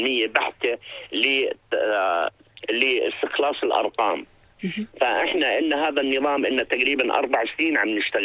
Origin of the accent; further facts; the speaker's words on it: Jordan; نكون متميزين كأردنيين.